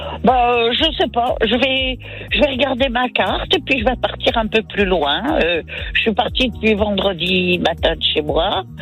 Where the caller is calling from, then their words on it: Villeneuve-l'Archevêque, Bourgogne-Franche-Comté, France; j'habite Villeneuve-l'Archevêque.